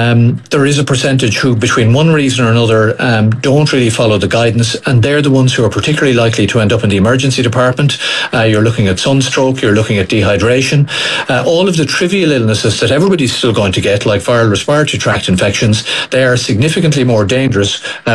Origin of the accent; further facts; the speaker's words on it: Ireland; And remember, we're largely Irish.